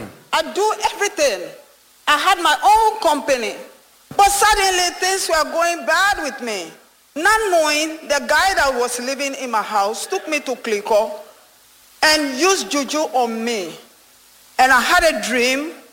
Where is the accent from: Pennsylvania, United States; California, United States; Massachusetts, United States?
Massachusetts, United States; Boston; moved away as an adult; now in Minnesota, United States; Bostonian. I grew up in Boston, Massachusetts.